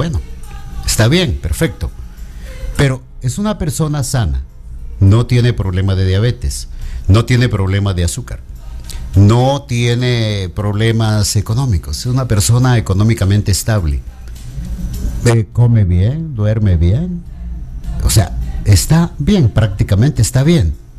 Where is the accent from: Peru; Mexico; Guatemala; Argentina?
Guatemala; aquí somos chapines y hablamos con chapines